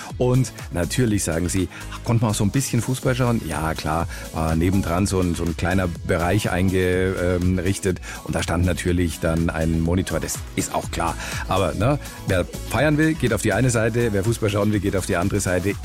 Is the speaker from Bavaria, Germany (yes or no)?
yes; Nuremberg, Bavaria, Germany; Am kommenden Freitag ist die Band in meinem Heimatort Nürnberg-Fischbach.